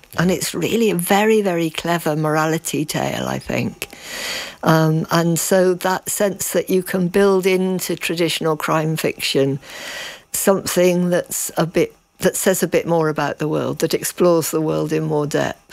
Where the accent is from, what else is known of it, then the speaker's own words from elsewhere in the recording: South West England, United Kingdom; now in North East England, United Kingdom; I grew up in North Devon